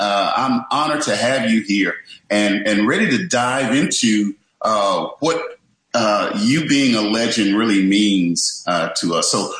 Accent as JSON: {"language": "English", "town": "Memphis", "region": "Tennessee", "country": "United States", "tie": "born or raised there", "said": "my hometown of Memphis, Tennessee"}